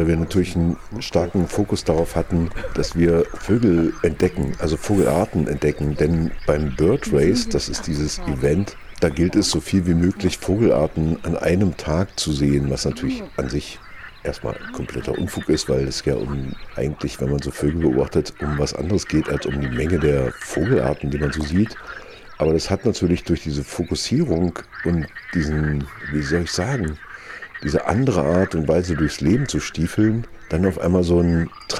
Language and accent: German; Bavaria, Germany; now in Halle, Germany; Der Frank, die Arela und ich, wir sind aus Halle nach Franken gefahren. Denn wie das so ist, wenn Menschen sozusagen in Städten irgendwann mal ihre Jobs bekommen, dann ist man ja so zusammengewürfelt und hat natürlich trotzdem irgendwie eine Herkunft, also wo man auch aufgewachsen ist.